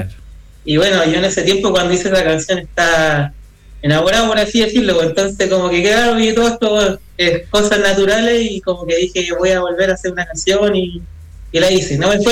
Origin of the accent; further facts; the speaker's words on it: Santiago, Santiago Metropolitan Region, Chile; somos todos acá de Santiago, la verdad.